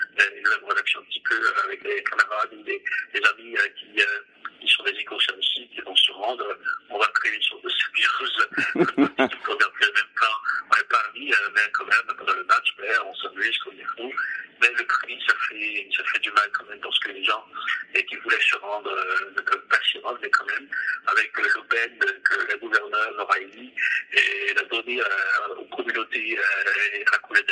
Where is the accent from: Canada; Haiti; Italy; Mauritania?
Haiti; et nous sommes des Haïtiens, nous sommes fiers de l'être.